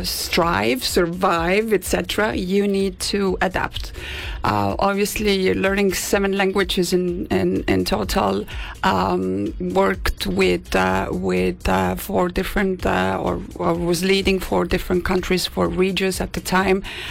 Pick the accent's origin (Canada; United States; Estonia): Estonia; So I am from Estonia, which when people don't know where Estonia is, I always ask, do you know where Santa Claus lives?